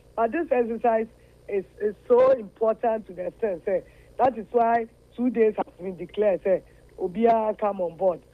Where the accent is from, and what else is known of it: Ghana